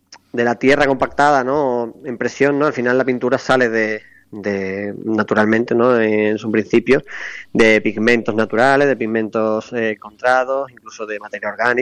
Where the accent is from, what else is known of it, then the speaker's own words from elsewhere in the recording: Los Corrales, Andalusia, Spain; also born or lived in Osuna / Seville / Barcelona / Paris; now in Aracena, Spain; soy de Los Corrales, ahí a poquitos kilómetros de Osuna. Uh-huh. Aunque hice el bachillerato, de hecho, en Osuna también. Luego me mudé a Sevilla y seguidamente en Barcelona. También he estado casi 3 años en París. Y me mudé hace poco de nuevo a Aracena, donde vivo